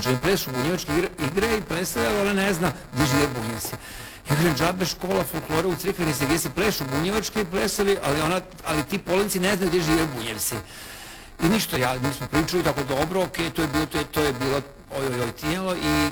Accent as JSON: {"language": "Croatian", "region": "Vojvodina", "country": "Serbia", "said": "ja sam iz Vojvodine, Sarota Vanko kod Subotice"}